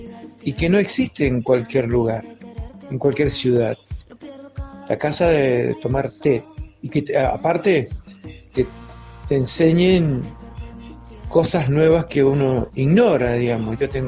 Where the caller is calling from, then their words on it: Villa Mercedes, San Luis, Argentina; de Villamercedes.